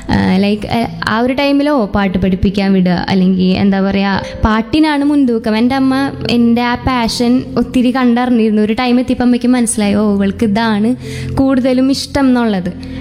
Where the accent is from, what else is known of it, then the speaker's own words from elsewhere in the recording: Kodungallur, Kerala, India; ഞാൻ തൃശ്ശൂർ കൊടുങ്ങല്ലൂർ നിന്നാണ് വരുന്നത്.